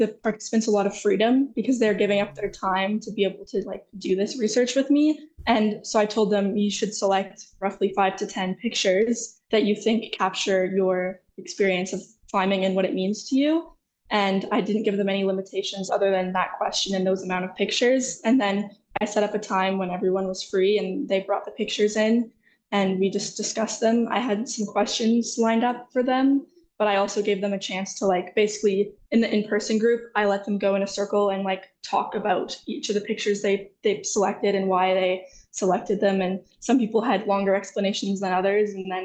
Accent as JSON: {"language": "English", "town": "Calgary", "region": "Alberta", "country": "Canada", "tie": "born or raised there", "moved": "as an adult", "lives_now": "Victoria, Canada", "said": "So I grew up in Calgary, but I moved to Victoria to do my master's"}